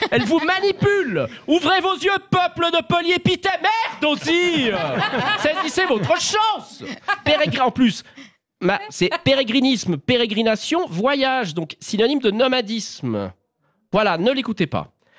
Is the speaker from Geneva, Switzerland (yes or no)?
yes; Geneva, Switzerland; also born or lived in Sainte-Croix / Concise; Alors déjà dire que même si j'ai grandi à Genève, je suis originaire de Sainte-Croix et Concise, et donc puissamment vaudois.